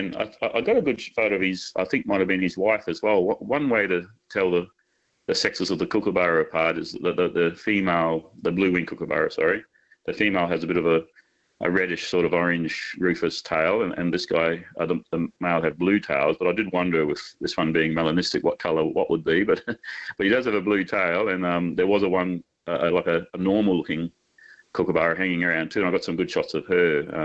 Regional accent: Darwin, Northern Territory, Australia; In Darwin. I was born in Darwin. Yep.

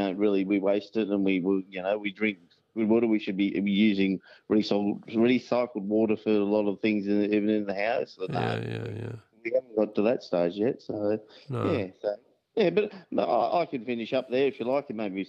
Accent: Waterloo, New South Wales, Australia; from Waterloo.

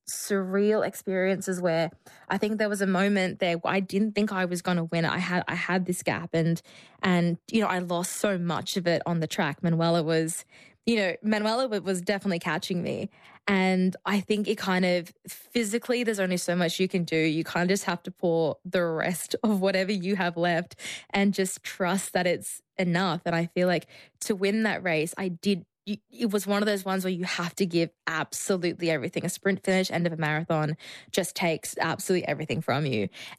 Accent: Australia; We all, as an Australian team, had our meals together in the allotment.

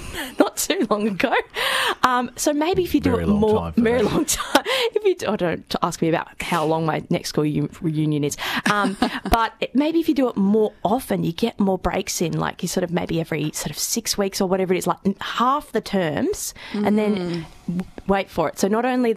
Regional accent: New South Wales, Australia; moved away; I am from New South Wales

